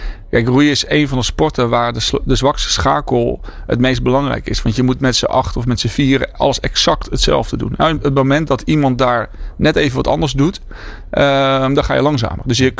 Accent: Heerhugowaard, North Holland, Netherlands; now in Groningen, Netherlands; En nou, ik kwam uit Heerhugowaard, dat ligt bij Alkmaar. En ik was dus nieuw in Groningen.

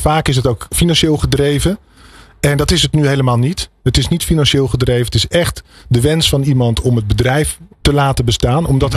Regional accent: Amsterdam, North Holland, Netherlands; Ja, het is toch, wij komen uit Amsterdam.

